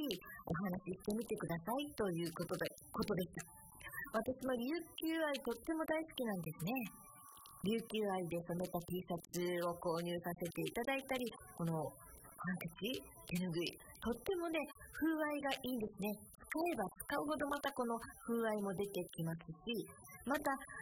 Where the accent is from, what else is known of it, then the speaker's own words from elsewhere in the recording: Shiga, Japan; now in Okinawa, Japan; 私のふるさとであります滋賀近江の伝統